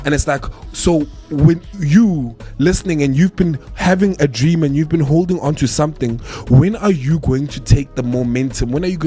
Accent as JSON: {"language": "English", "town": "Pretoria", "region": "Gauteng", "country": "South Africa", "accent": "Mamelodi Tswana", "said": "Now I'm from Mamelodi. So obviously, my Tswana is a bit like, you know, Kemostrateng, Joe."}